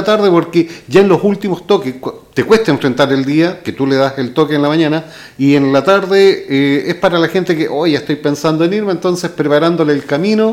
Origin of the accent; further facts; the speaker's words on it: Limache, Valparaíso, Chile; moved away; also born or lived in Quillota; Nací en Limache. Digo, hay una contradicción súper grande. Ya. Nací en Quillota, me pasaron en Limache.